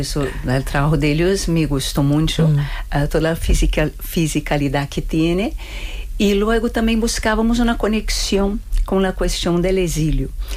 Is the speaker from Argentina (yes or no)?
no; Brazil; Spanish is a second language; En caso mío, que soy brasileña, digamos que... Eu creio, sinceramente, eu creio que se vive melhor acá.